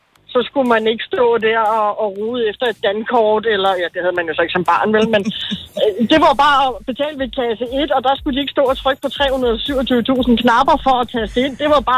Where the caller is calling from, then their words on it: Vordingborg, Zealand, Denmark; Jeg kommer ned fra Sydsjælland ved Vordingborg.